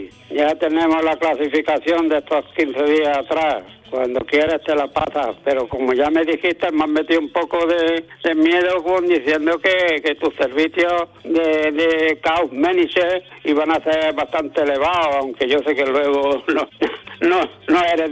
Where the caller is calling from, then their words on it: Almuñécar, Andalusia, Spain; de Almuñécar, el gerente de la Peña El Aguacate.